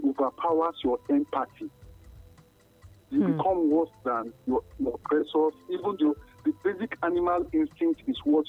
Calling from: Canada; I'm calling from Canada.

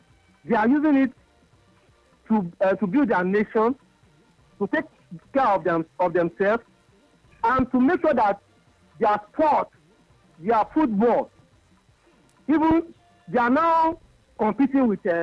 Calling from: Lagos, Nigeria; I'm calling from Lekki.

